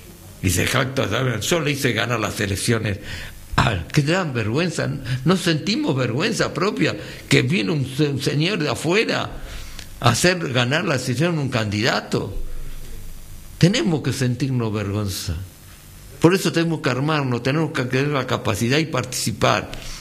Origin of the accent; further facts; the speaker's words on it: Argentina; lo que somos capaces los argentinos, lo que somos capaces los criollos.